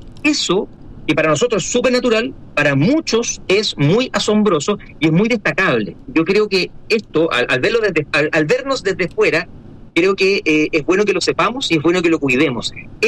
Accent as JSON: {"language": "Spanish", "country": "Chile", "said": "somos todos chilenos"}